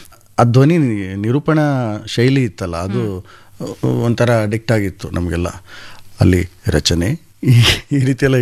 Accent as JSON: {"language": "Kannada", "town": "Kodihalli", "region": "Karnataka", "country": "India", "tie": "born or raised there", "moved": "yes", "lives_now": "Bengaluru, India", "said": "ನಮ್ಮದು ಕನಕಪುರ ಹತ್ರ ಕೋಡಿಹಳ್ಳಿ ಅಂತ ಒಂದು ಊರು, ಅಲ್ಲಿ ಒಂದು ಟೆಂಟ್ ಇತ್ತು ವಿನಾಯಕ ಅಂತ."}